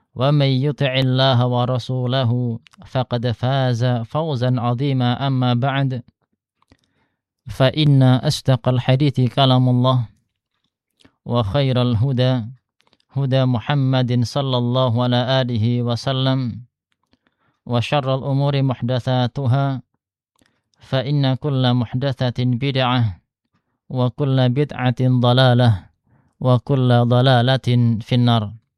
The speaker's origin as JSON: {"language": "Indonesian", "town": "Sragen", "region": "Central Java", "country": "Indonesia", "also_born_or_lived": "Jember", "lives_now": "Perawang, Indonesia", "said": "Kalau ana asalnya dari Sragen."}